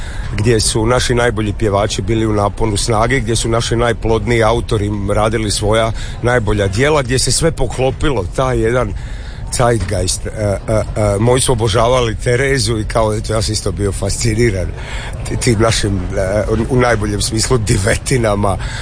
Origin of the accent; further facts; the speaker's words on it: Split, Split-Dalmatia County, Croatia; born there; now in Zagreb, Croatia; pošto sam otišao od 95. dulje sam u Zagrebu nego što sam u Splitu.